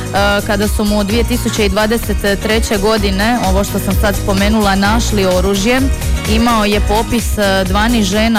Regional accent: Croatia; svi mi iz Hrvatske

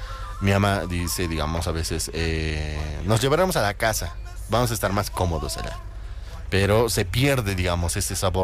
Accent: La Paz, Bolivia; Yo no, soy boliviano y paseño.

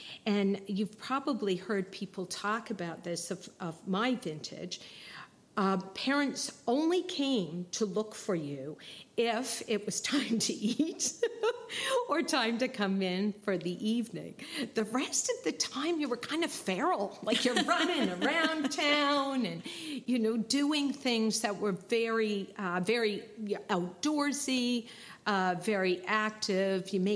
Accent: Woody Point, Newfoundland and Labrador, Canada; I was born in Woody Point. Actually, I was born in Norse Point, and I grew up in Woody Point, and I was born in 1961.

